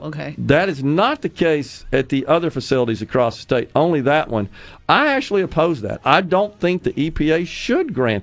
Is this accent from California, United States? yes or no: no; Ridgeland, Mississippi, United States; My hometown of Ridgeland